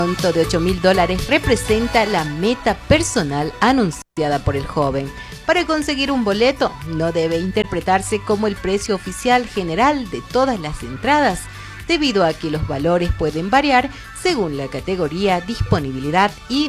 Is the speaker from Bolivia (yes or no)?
yes; Bolivia; nosotros, como buenos bolivianos